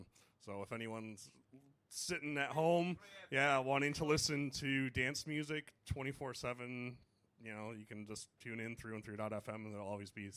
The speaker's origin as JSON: {"language": "English", "town": "Detroit", "region": "Michigan", "country": "United States", "tie": "born or raised there", "said": "when I grew up in Detroit, I always thought Detroit was a big city until I went to Chicago or Toronto. And I was like, man, Detroit is tiny"}